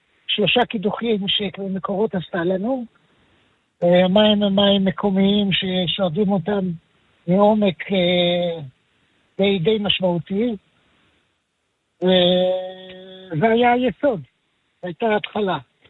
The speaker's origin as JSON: {"language": "Hebrew", "town": "Tel Aviv", "region": "Tel Aviv District", "country": "Israel", "tie": "born there", "moved": "yes", "lives_now": "Arava, Israel", "said": "אני יליד תל אביב"}